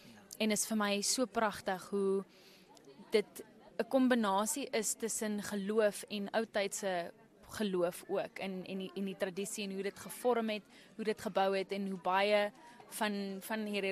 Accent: Windhoek, Khomas, Namibia; Ek is 27, ek is gebore en groot geword in Windhoek, maar my familie kom van Gobabis af.

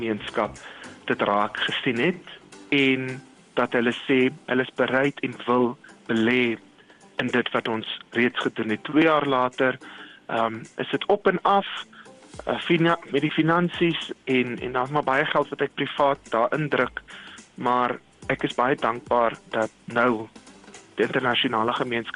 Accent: Namibia; En ek is baie trots op dit wat ons as Namibië vermag het.

